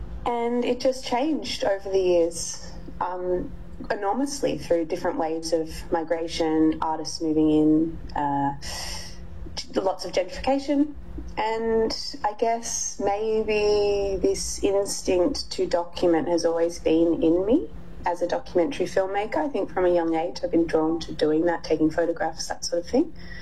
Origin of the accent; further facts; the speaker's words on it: Melbourne, Victoria, Australia; I grew up on Gore Street in Fitzroy, and my dad still lives there.